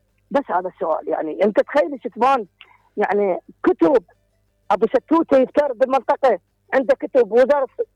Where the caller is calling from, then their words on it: Iraq; أنا كمواطن عراقي